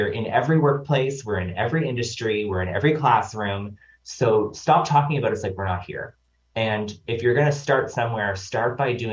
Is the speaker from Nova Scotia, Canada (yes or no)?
yes; Nova Scotia, Canada; I'm from Nova Scotia